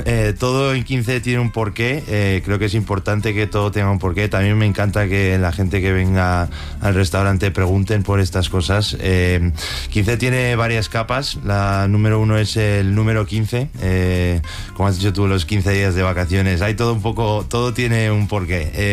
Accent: Madrid, Community of Madrid, Spain; also born or lived in United States; Nacimos todos en Estados Unidos, pero siempre hemos vivido aquí en Madrid

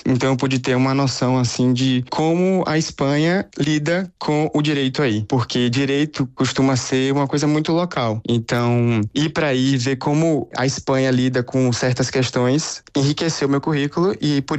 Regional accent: Brazil; eu sou de uma região do Brasil que não faz frio, a gente está no inverno e na minha cidade o frio para a gente é 18 graus.

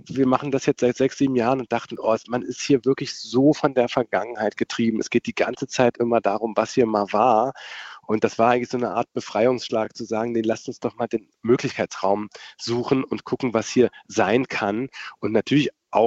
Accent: Magdeburg district, Saxony-Anhalt, Germany; moved away; also born or lived in Berlin; ich komme ja selber aus dem Bezirk Magdeburg, habe aber viele Jahre in Berlin gelebt

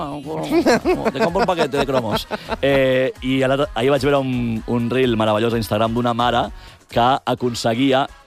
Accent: Barcelona, Catalonia, Spain; com a culers, com a barcelonins

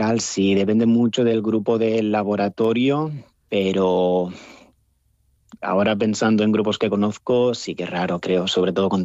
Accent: Spain; moved away as an adult; now in Bonn, Germany; yo no soy el único español aquí en Bonn

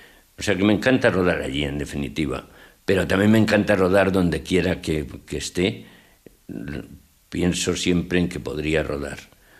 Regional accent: Asturias, Spain; now in Madrid, Spain; Bueno, ahora me encuentro en Madrid, como estás viendo, pero vengo de Asturias y me gustaría volver a rodar allí.

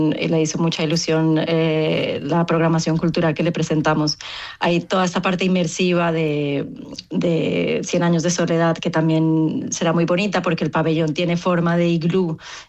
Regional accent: Colombia; yo soy colombiana, así que conozco a … desde sus principios, cuando sacó sus primeros discos.

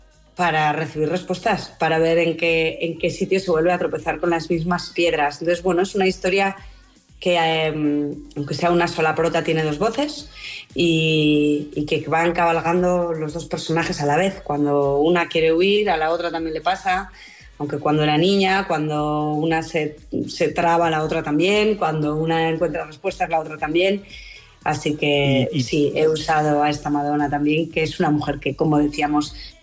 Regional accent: Aragon, Spain; los de Aragón, que tenemos ese humor peculiar que se llama sorna, a Huesca lo llamamos Wisconsin

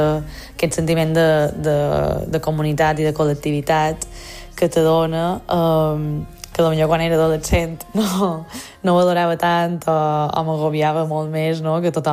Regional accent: Lloret de Vistalegre, Balearic Islands, Spain; moved away; les festes del meu poble, de Lloret de Vistalegre

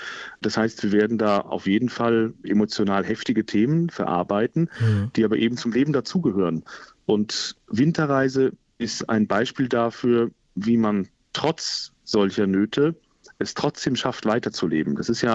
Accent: Limburg, Hesse, Germany; Tatsächlich auch meine Heimatstadt. Es ist immer was Besonderes, in Limburg zu sein. Ich bin da aufgewachsen, habe da musikalisch gehen gelernt.

